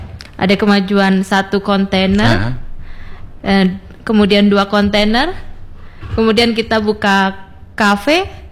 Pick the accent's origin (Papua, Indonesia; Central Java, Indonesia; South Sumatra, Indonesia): Central Java, Indonesia; Surakarta; now in Tanjung Uncang, Batam, Indonesia; saya sendiri orang Jawa, berasal dari Solo